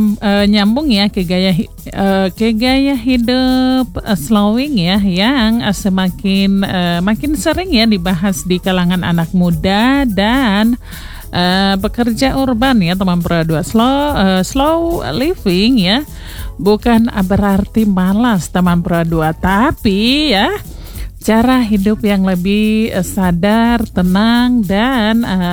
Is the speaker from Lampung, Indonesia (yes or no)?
no; Merauke, South Papua, Indonesia; kita orang Merauke bilang kok duduk mono-mono di situ